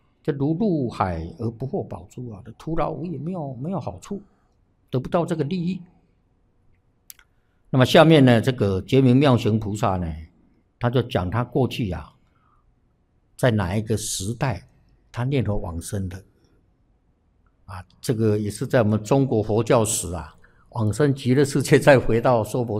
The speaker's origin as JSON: {"language": "Chinese", "country": "Taiwan", "said": "我们台湾这边"}